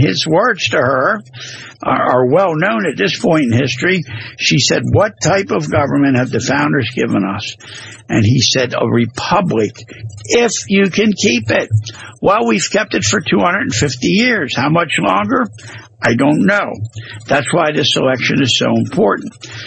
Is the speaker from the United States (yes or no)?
yes; Maryland, United States; here in my home state of Maryland.